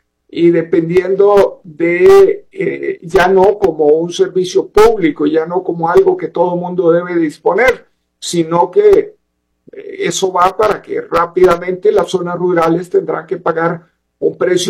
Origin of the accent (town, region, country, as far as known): Costa Rica